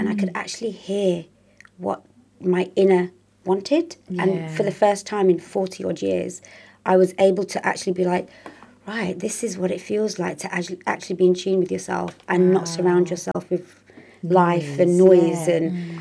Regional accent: Yorkshire and the Humber, United Kingdom; born there; I was born in Yorkshire, so up north.

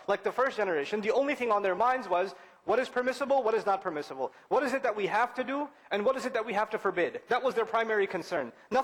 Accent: Pakistan; I'm from Pakistan originally, and this is a problem in Pakistan, I'll tell you.

